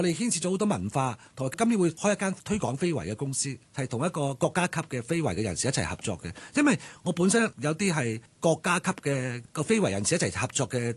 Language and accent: Cantonese; Hong Kong; 我哋香港人